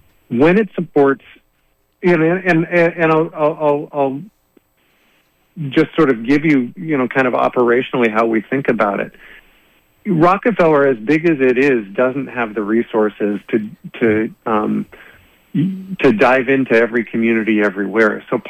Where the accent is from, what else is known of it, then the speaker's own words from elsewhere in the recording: Port Angeles, Washington, United States; I grew up in Port Angeles.